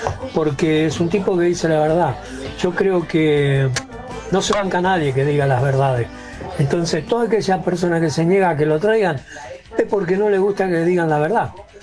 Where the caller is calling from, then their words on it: Luis Guillón, Buenos Aires Province, Argentina; de Luis Guillón.